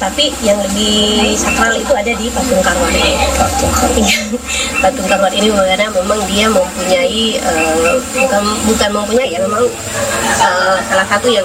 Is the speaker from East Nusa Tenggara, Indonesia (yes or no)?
no; Biak, Papua, Indonesia; kalau di Biak, orang-orang tua itu di kampung aku tuh masih ada beberapa patung yang ditaruh di dalam rumah.